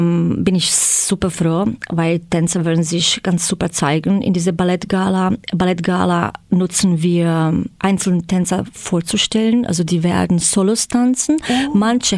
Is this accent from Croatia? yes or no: yes; Zagreb, City of Zagreb, Croatia; German is a second language; moved away; Okay, ich komme aus Kroatien, in Zagreb geboren. Mhm. Und hier zugezogen in August, vor einem Monat jetzt.